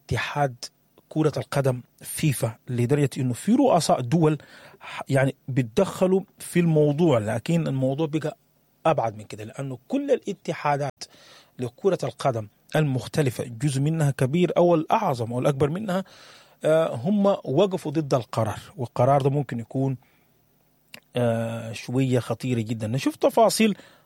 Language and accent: Arabic; Sudan; لأنه إحنا بنعرف كسودانيين شنو لما يخش الموضوع قبيلتي وقبيلتك وكلام كتير،